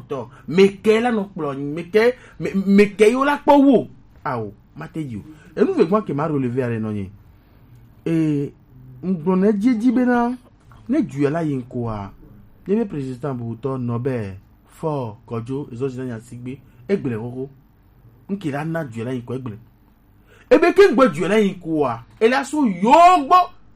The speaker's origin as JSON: {"language": "French", "country": "Togo", "tie": "born there", "said": "je suis né au Togo je suis désolé de le dire il faut avoir le courage de le dire"}